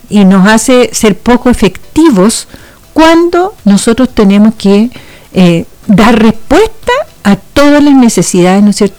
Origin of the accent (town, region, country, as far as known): Chile